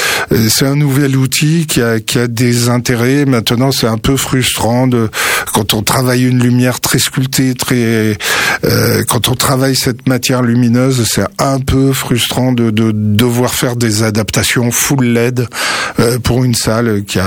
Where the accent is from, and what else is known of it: Occitanie, France